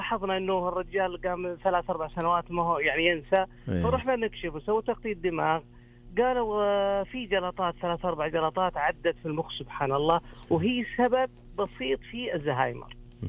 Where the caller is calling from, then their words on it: Medina, Medina Province, Saudi Arabia; من المدينة منورة.